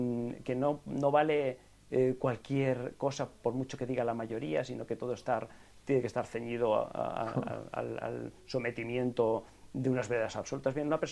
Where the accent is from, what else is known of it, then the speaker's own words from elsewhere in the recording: Catalonia, Spain; Yo vengo de Cataluña, en donde esto lo observamos día tras día.